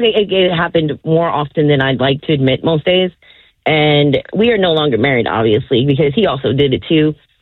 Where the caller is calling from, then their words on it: San Antonio, Texas, United States; I'm from San Antonio.